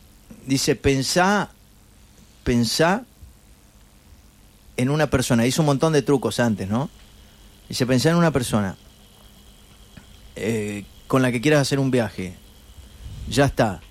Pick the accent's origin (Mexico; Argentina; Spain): Argentina; viva Argentina, viva, somos Argentina, somos lo mejor que hay.